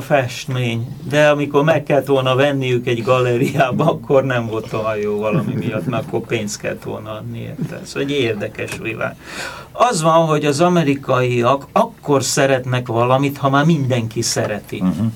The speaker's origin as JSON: {"language": "Hungarian", "country": "Hungary", "lives_now": "United States", "said": "Tehát a kérdés az volt, hogy én elvágtam-e a gyökereket, és én már csak amerikai vagyok. Hát természetesen nem, már az is mutatja magába, hogy most is itt vagyok, és hazahoztam nagy szeretettel a filmet"}